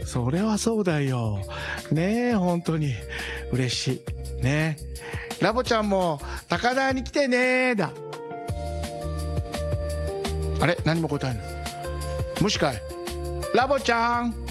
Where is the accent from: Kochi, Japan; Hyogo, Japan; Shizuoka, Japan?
Shizuoka, Japan; moved away; 静岡から出てきて一人暮らしをして自炊してましたよ。